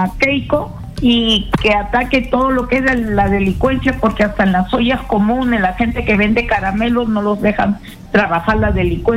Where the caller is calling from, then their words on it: Lima, Peru; de San Juan de Miraflores.